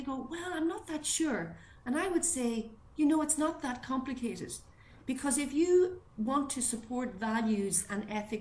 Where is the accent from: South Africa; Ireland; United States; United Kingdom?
Ireland; Donegal, Ulster; I come from Donegal in Ireland.